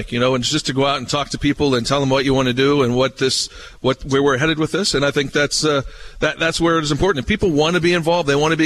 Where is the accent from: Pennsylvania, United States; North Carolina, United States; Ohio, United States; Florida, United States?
Ohio, United States; also born or lived in Stockton, California; now in Springfield, United States; I wanted to get back to the Midwest. I grew up in Ohio, so getting back to the Midwest is important.